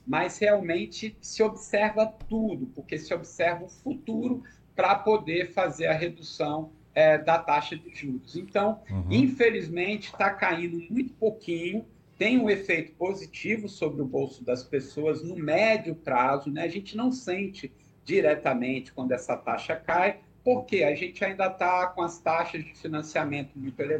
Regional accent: Brazil

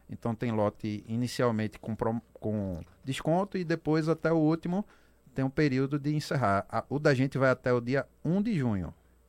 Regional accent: Northeast Brazil, Brazil; a gente, como é nordestino

